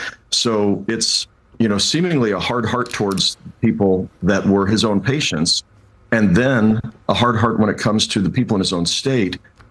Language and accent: English; Kansas, United States; This is going to hurt people in my home state.